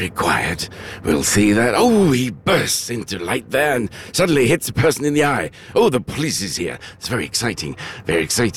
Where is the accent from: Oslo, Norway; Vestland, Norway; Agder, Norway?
Oslo, Norway; jeg vokste opp på Årvoll